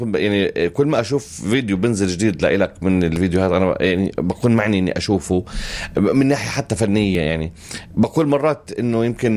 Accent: Palestine; مصر لها حصة عندنا كفلسطينية

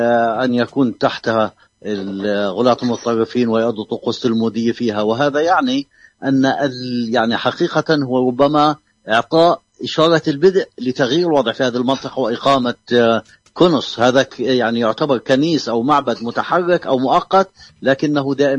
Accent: Jerusalem, Palestine; طبعا مغلقة أمامنا كفلسطينيين كمقدسيين

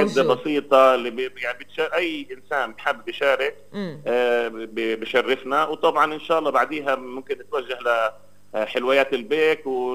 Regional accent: Nablus, Nablus Governorate, Palestine; خصوصية نابلس بين عبال وجرزيم، في عنا 600-700 درج.

